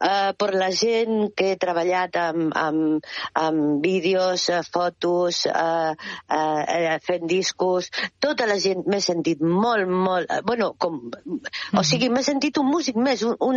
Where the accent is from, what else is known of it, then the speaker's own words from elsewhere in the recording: Catalonia, Spain; accent: Empordanese; moved away; also born or lived in Úbeda, Andalusia / La Jonquera; Empordanesa, però és que a més sóc d'Úbeda